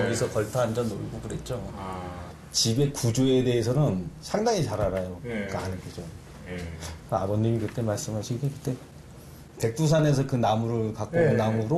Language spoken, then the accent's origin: Korean; Sokcho, Gangwon, South Korea; 나는 이곳에서 태어났으니까 네. 자라고. 예. 그래서 추억도 많아요, 이 건물에.